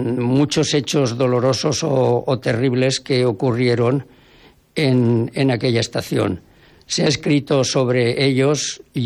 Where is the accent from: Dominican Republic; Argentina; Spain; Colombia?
Spain; Jaca, Aragon; viví aquí en los primeros años de mi vida y luego ya en mi juventud, en mi adolescencia, hasta que me fui a estudiar fuera de Jaca. Pero siempre he estado yendo y viniendo y siempre he tenido mi domicilio en Jaca también.